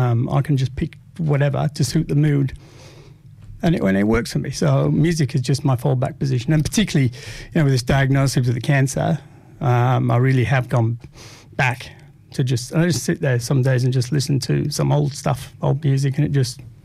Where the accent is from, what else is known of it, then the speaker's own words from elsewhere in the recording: Huddersfield, Yorkshire and the Humber, United Kingdom; I was. Local boy.